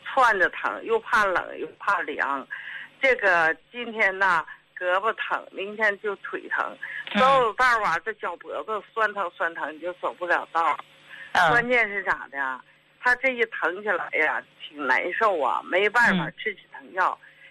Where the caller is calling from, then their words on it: Harbin, Heilongjiang, China; 张老师啊，我家是哈尔滨的。